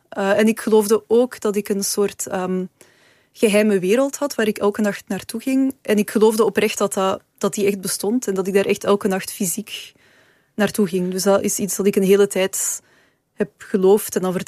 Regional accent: Mechelen, Flanders, Belgium; Ik ben opgegroeid in Mechelen. We woonden... aan een kanaal.

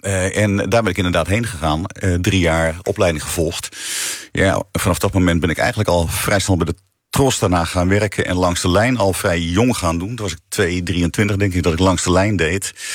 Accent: Alkmaar, North Holland, Netherlands; ik heb in Alkmaar, waar ik opgroeide een paar jaar bij Alkmaarse Boys

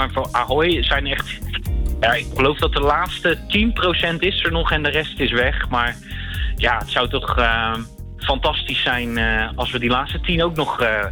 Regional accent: Spijkenisse, South Holland, Netherlands; ik kom zelf uit Spijkenisse

